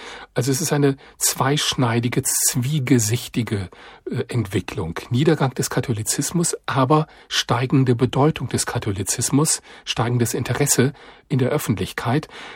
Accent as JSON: {"language": "German", "country": "France", "said": "Da habe ich auf einmal gemerkt, das macht was mit mir als Franzose aus einem katholischen Land."}